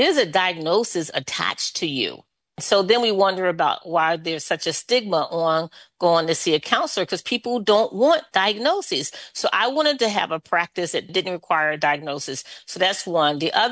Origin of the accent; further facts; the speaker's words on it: Philadelphia, Pennsylvania, United States; So growing up in Philly was interesting. I was the youngest of seven.